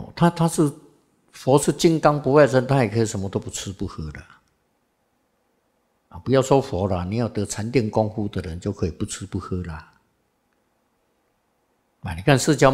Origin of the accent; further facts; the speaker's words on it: Xizhi, New Taipei, Taiwan; born there; 因为我是在北部出生的嘛，我在汐止出生的嘛，那个体质又适合这里的气候、土壤啊